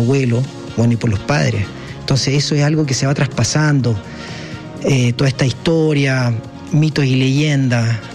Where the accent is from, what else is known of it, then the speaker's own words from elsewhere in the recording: Chile; Pero hay que decir que, bueno, en mi caso por lo menos hasta hace poco no viajábamos tanto los chilenos